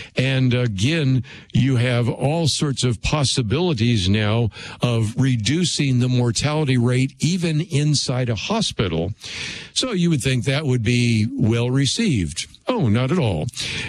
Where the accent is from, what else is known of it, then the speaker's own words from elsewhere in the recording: California, United States; I learned when I was growing up in California. My governor there was Ronald Reagan.